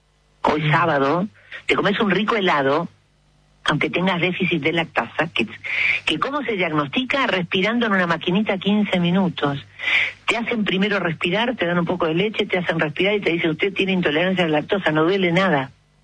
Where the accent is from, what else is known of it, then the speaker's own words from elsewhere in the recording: Argentina; yo hablo de Argentina porque a mí me interesa mi gente.